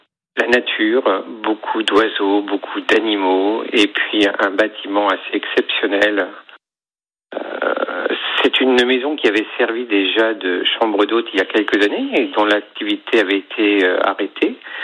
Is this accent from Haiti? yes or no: no; Hauts-de-France, France; on avait envie de changer de région, changer de vie, nous venons du Nord.